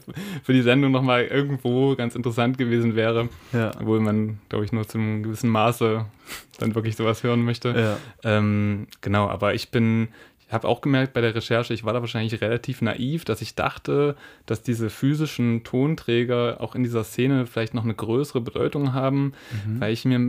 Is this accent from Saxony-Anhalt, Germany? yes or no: yes; Saxony-Anhalt, Germany; ich komme aus der Nähe von Halle und da gibt es viele Dorffeste, die man auch nicht besuchen muss.